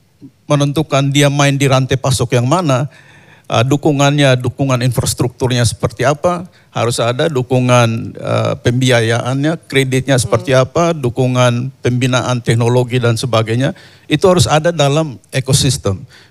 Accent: East Nusa Tenggara, Indonesia; saya putra asli daerah NTT. Jadi besar, kecil, lahir di desa terpencil di pedalaman Pulau Timur.

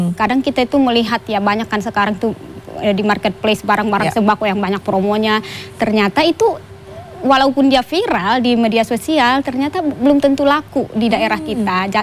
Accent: Sumatra, Indonesia; saya kan dari Sumatera ya asalnya itu, terkenalnya itu warung ya warung Medan gitu.

